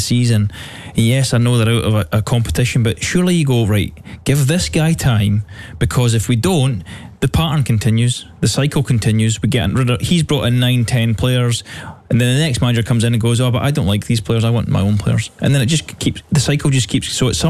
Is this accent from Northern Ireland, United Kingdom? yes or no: no; Scotland, United Kingdom; I'm a Scottish coach.